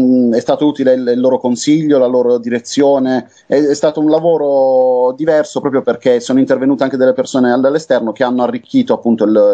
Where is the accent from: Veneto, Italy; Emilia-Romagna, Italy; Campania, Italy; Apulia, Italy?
Apulia, Italy; noi abbiamo iniziato a suonare in Puglia, siamo cresciuti in Puglia anche musicalmente